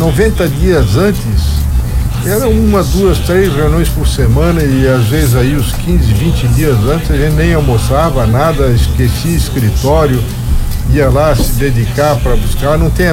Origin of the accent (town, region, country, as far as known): Luiz Alves, Santa Catarina, Brazil